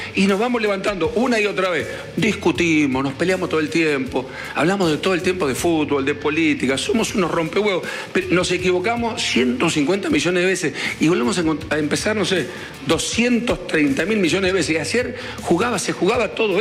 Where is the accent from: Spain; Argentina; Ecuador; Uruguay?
Argentina; hacernos cargo como argentinos.